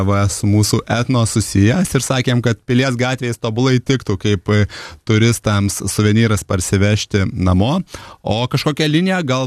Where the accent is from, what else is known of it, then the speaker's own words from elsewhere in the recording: Alytus, Alytus County, Lithuania; now in Vilnius, Lithuania; iš Vilniaus į savo gimtąją Alytų nuėjęs su broliu per keletą dienų.